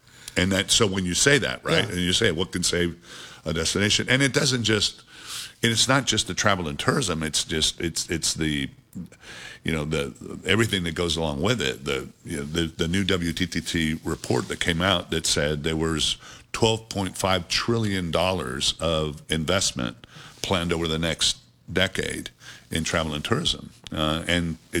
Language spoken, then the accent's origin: English; Fort Worth, Texas, United States; So, you know, my hometown is Fort Worth.